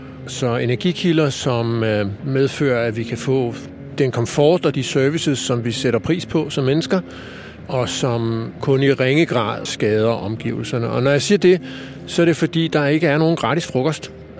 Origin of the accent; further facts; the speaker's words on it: Copenhagen, Capital Region of Denmark, Denmark; som københavner